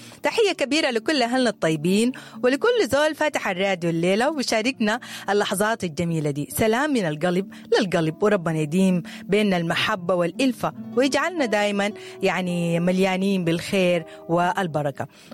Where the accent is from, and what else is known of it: Sudan